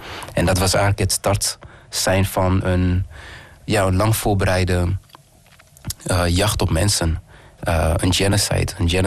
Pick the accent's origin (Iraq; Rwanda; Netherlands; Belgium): Rwanda; moved away; ik ben geboren in Rwanda.